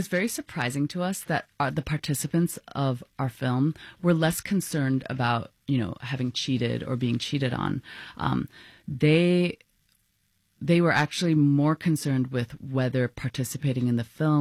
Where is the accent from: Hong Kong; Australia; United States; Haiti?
Hong Kong; because I grew up in Hong Kong